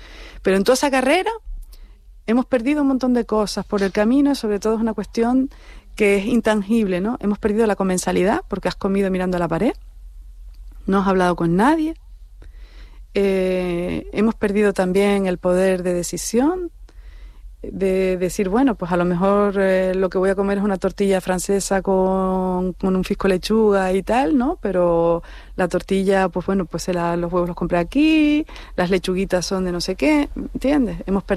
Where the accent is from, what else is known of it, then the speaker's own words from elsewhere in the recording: Garachico, Canary Islands, Spain; born there; now in Madrid, Spain; en el de mi pueblo, en Garachico